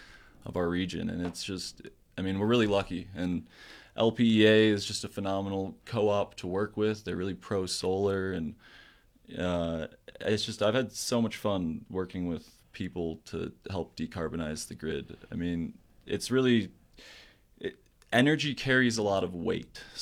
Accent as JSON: {"language": "English", "town": "Chicago", "region": "Illinois", "country": "United States", "tie": "born or raised there", "moved": "yes", "said": "I grew up in Chicago"}